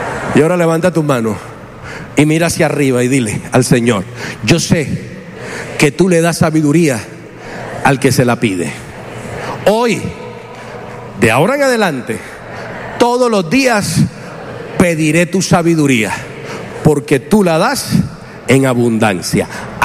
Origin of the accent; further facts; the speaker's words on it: Colombia; La mayoría de nosotros que somos nacidos aquí en Latinoamérica, en Colombia, somos mestizos.